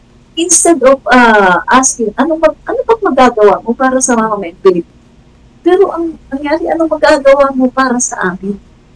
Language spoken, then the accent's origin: Tagalog; Mindanao, Philippines; hindi namin alam si Duterte, pero taga Mindanao kami ah. Nag-migrate na lang.